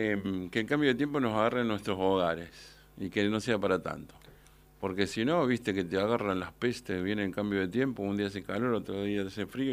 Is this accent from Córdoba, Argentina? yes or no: yes; Córdoba, Argentina; No, yo soy de Córdoba.